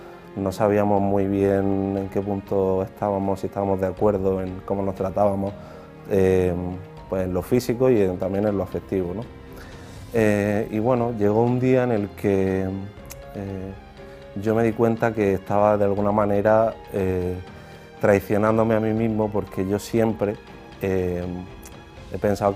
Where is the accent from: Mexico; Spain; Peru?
Spain; Almería, Andalusia; moved away as an adult; soy de Almería y bueno, he vivido toda la vida allí, ¿no? Pero decidí embarcarme en una aventura en un momento determinado, en 2019, hacia Nueva York